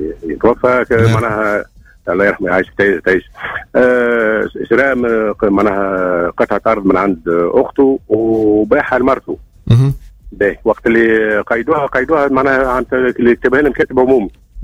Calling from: Kairouan, Kairouan Governorate, Tunisia; من القيروان.

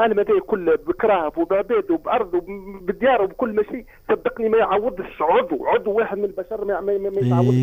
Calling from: Moulares, Gafsa Governorate, Tunisia; من المراري.

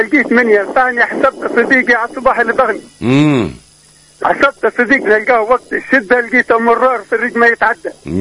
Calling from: El Hamma, Gabès Governorate, Tunisia; من الحامه.

